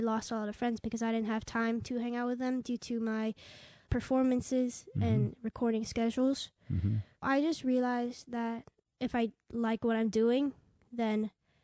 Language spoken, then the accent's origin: English; Fairfax, Virginia, United States; born there; also born or lived in Philippines / Korea; So I was born in Virginia, Fairfax, and I then moved to Philippines and then Korea, and then I started the flute in Korea.